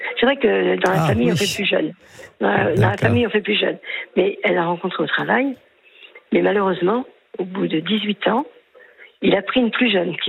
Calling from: Chalon-sur-Saône, Bourgogne-Franche-Comté, France

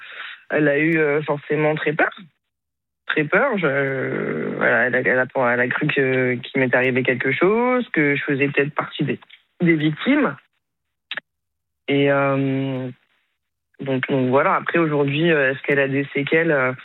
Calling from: Asnières-sur-Seine, Île-de-France, France; Je suis à Asnières-sur-Seine.

